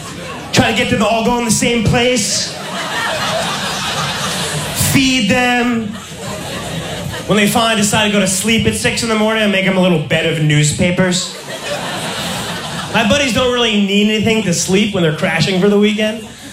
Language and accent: English; New York, United States; now in Los Angeles, United States; I'm from New York. I live in LA now